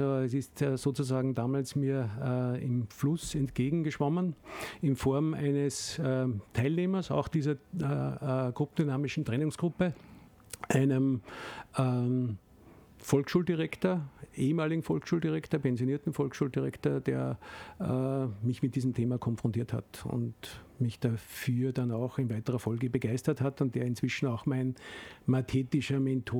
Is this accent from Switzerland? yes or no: no; Steyr, Upper Austria, Austria; born there; now in Wolfsberg, Austria; Ich bin ein Kind der 60er Jahre, geboren 1964 in Steyr in Oberösterreich, lebe mit meiner Familie in Kärnten in Wolfsberg, arbeite hier in Salzburg bei der Firma Comment als Marketing-Bereichsleiter seit 19 Jahren.